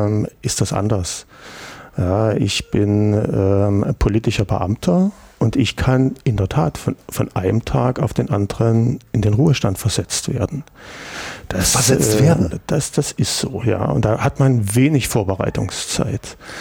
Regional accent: East Germany, Germany; ich bin ja auch hier im Osten groß geworden.

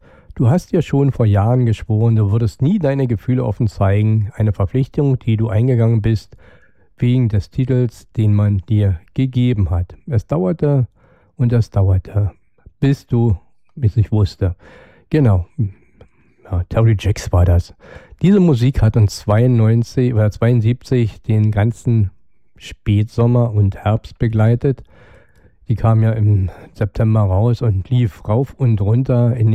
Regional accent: Brandenburg, Germany; Und die Ministerin sieht das natürlich anders, wie wir als Brandenburger das auch anders sehen

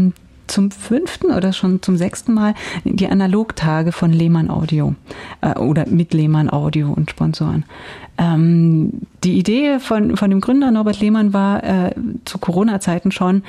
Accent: Saxony, Germany; wir kommen alle aus Sachsen.

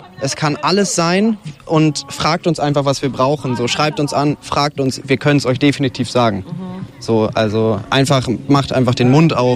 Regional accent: Stendal, Saxony-Anhalt, Germany; Ich glaube, wir brauchen hier in Stendal gerade, also ich rede jetzt wirklich für diese Stadt, für dieses, wo ich aufgewachsen bin, wo ich Freunde gefunden habe, wo ich in die Schule gegangen bin auch.

